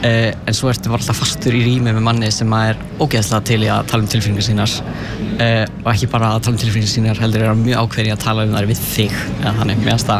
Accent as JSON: {"language": "Icelandic", "town": "Vatnsnes", "region": "Northwestern Region", "country": "Iceland", "said": "Já, ég er frá Vatnsnesi."}